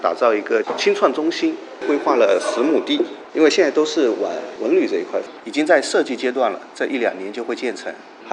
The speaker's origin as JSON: {"language": "Chinese", "town": "Wenzhou", "region": "Zhejiang", "country": "China", "said": "我们村民都叫棋盘村了"}